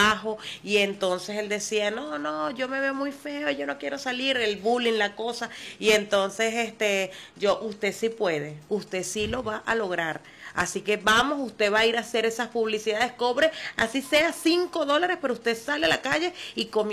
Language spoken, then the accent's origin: Spanish; Clarines, Anzoátegui, Venezuela; moved away; desde los 14 años aproximadamente he venido trabajando en radios comunitarias de allá de la localidad de Clarines. Nosotros somos de Clarines.